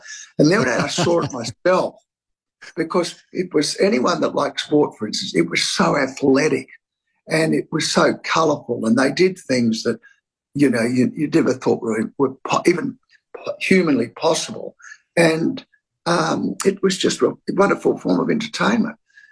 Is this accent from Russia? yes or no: no; Perth, Western Australia, Australia; born there; also born or lived in Melbourne; I was born in Melbourne, moved over to Perth in around about 1950. I was born in 43, and I can remember my very early years in Perth.